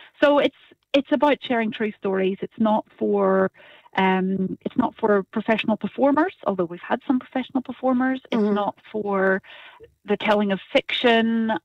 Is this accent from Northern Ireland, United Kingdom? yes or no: yes; Belfast, Northern Ireland, United Kingdom; moved away; I'm actually from Belfast.